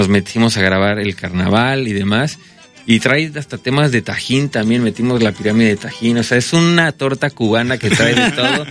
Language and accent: Spanish; Mexico City, Mexico; Y yo que soy de la Ciudad de México, dije, puta, estaría lindo tener un poquito de esto en la ciudad.